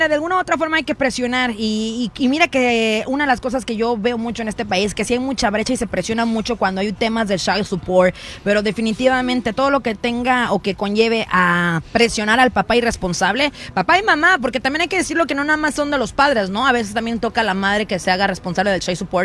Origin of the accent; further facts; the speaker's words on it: Rosarito, Baja California, Mexico; Yo soy de Rosarito. Para la gente que me escucha, yo soy de Rosarito